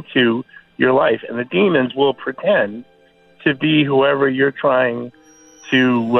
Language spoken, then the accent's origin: English; New York, United States; I used to, I'm from New York. I used to run a country inn along the Hudson River